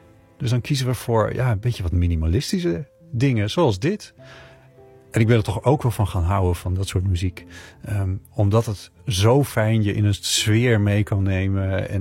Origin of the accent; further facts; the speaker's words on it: Friesland, Netherlands; dat vroeger toen ik klein was in Friesland op de boerderij woonde.